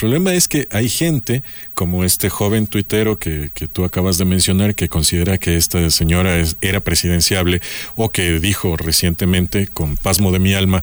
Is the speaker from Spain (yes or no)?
no; Ecuador; nosotros como ecuatorianos